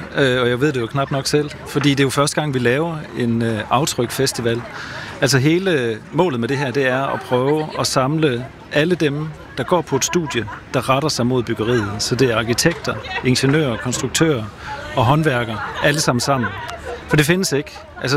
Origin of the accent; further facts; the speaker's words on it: Aarhus, Central Denmark Region, Denmark; Jamen, jeg er fra Aarhus.